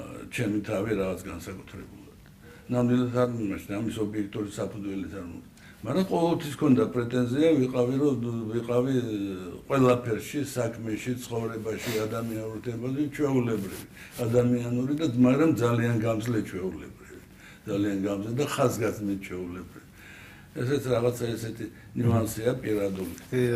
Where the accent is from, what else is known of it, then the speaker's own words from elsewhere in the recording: Tbilisi, Georgia; born there; also born or lived in Guria; ძველი თბილისელი ვარ. ჩემ სოფელი თბილისია.